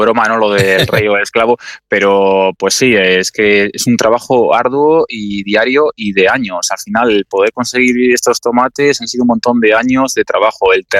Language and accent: Spanish; Alcázar de San Juan, Castilla-La Mancha, Spain; Y es que en mi pueblo sale mucho, de hecho, nuestro gentilicio es alcazareño, pero nuestro mote es mielgueros, nos llaman los mielgueros a los de mi pueblo.